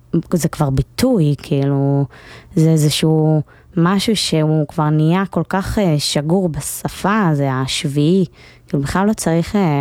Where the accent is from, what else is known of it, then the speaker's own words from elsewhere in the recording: Kfar Yona, Central District, Israel; חברת ילדות טובה שלי, גדלנו יחד בכפר יונה